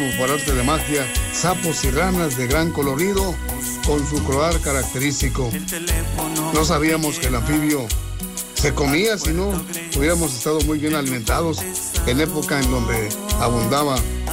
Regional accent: Saltillo, Coahuila, Mexico; El barrio donde yo nací, el Ojo de Agua, era también conocido como Cantarranas

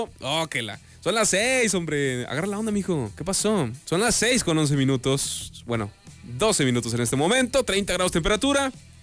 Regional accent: Monclova, Coahuila, Mexico; moved away as an adult; now in Saltillo, Mexico; Recuérdense que yo soy de Monclova.

